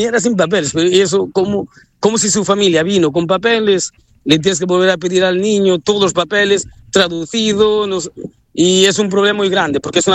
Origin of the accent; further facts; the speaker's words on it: Teruel, Aragon, Spain; born there; also born or lived in Coruña; now in Burela, Spain; Yo tuve la suerte de vivir en Coruña, tuve la suerte de trabajar donde en Teruel, donde nací yo, y la gente no te mira como si fueras un extranjero